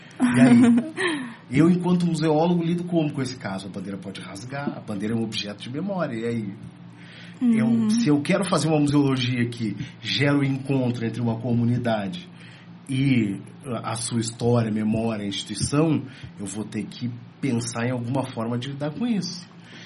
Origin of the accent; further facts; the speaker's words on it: Rio Grande do Sul, Brazil; moved away; lá de onde eu venho, que são os museus comunitários, museus de comunidade, de comunidades rurais. No Rio Grande do Sul a gente tem muitas comunidades rurais